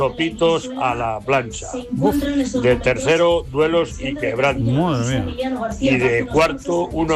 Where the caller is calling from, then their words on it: Alcázar de San Juan, Castilla-La Mancha, Spain; de Alcázar de San Juan.